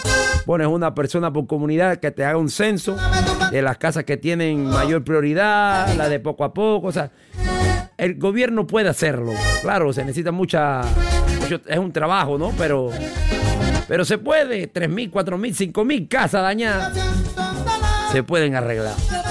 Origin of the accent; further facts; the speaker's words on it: Panama; nosotros somos así, el panameño en por sí ayuda.